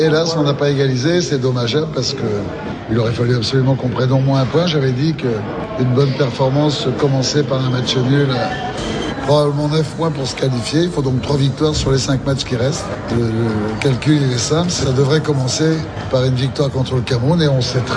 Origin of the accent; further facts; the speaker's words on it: Brazzaville, Republic of the Congo; chez nous à Brazza.